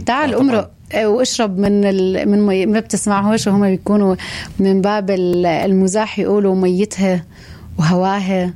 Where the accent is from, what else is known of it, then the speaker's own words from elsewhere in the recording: Nablus, West Bank, Palestine; إذا أنا ما نجحت في قلب مدينتي الصغيرة